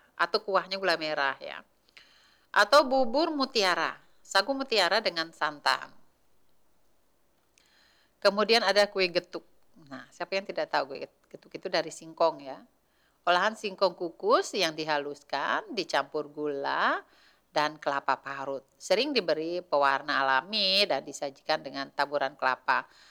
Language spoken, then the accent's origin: Indonesian; Sulawesi, Indonesia; mungkin asing bagi kita orang Sulawesi makannya mulut sapi ya.